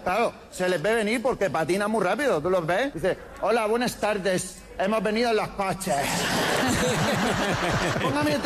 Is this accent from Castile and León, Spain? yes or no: no; Region of Murcia, Spain; Lo que más me gusta de nuestro acento es cuando la gente de aquí de Murcia intenta ponerse fina.